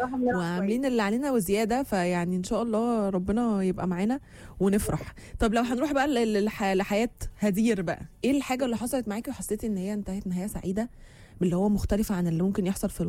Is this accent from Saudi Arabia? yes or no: no; Egypt; لينا كلنا كمصريين،